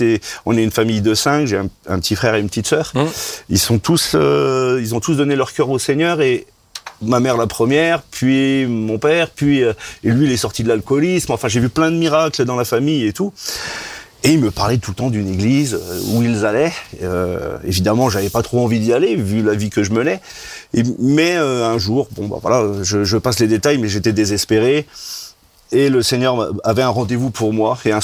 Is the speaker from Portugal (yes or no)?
yes; Portugal; mes parents étaient immigrés, hein, nous sommes portugais, voilà, nul n'est parfait.